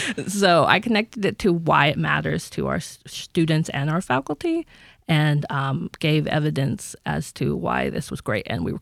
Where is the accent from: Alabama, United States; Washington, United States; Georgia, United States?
Georgia, United States; now in Atlanta, United States; I'm not even from Atlanta. I'm from North Georgia.